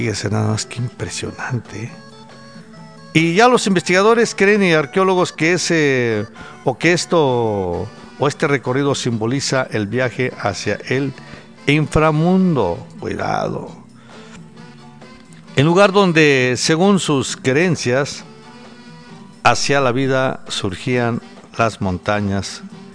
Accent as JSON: {"language": "Spanish", "country": "Mexico"}